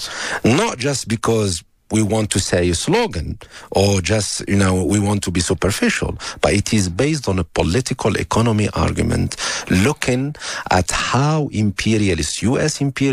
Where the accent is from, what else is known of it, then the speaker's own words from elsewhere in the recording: Algeria; including my home country, Algeria, where a tree called eucalyptus, I've grown up in Algeria thinking that it was a native tree, but it's not.